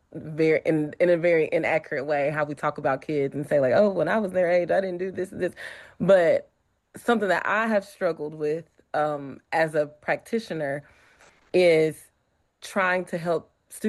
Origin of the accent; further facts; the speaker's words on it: Mississippi, United States; And you know, I come from a I grew up in Mississippi, and you know, you didn't have a choice.